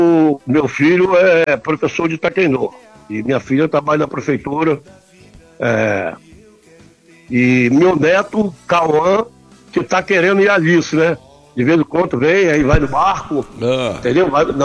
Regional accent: Arraial do Cabo, Rio de Janeiro, Brazil; desde que nasci, estou aqui, na prainha.

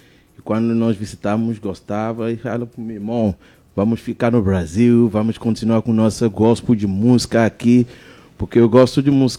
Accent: Nigeria; Portuguese is a second language; moved away as an adult; now in Brazil; Estamos da Nigéria. Diretamente da Nigéria.

